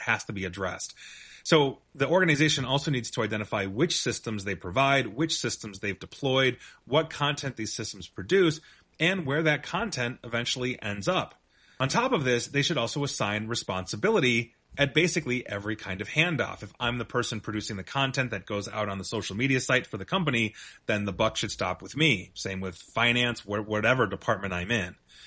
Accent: Canada; and for the record, I am Canadian-American, so I have vested interest in this.

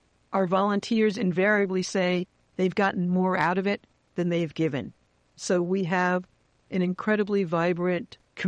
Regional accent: New York City, New York, United States; this is not a great example because I'm a New Yorker, so I talk fast

